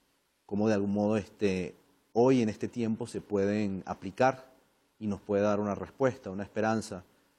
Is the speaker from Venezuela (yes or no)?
yes; Venezuela; Yo, que soy de Venezuela